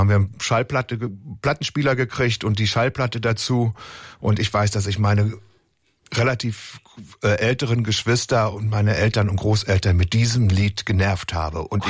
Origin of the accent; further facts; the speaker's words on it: Haselünne, Lower Saxony, Germany; Ich komme aus Haselünde, bin 60.